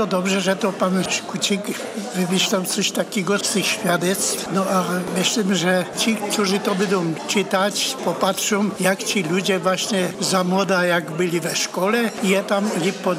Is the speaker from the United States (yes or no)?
no; Karviná, Moravian-Silesian Region, Czechia; To ja jestem z Karwiny, chodziłem w Karwinie przede wszystkim do polskiego przedszkola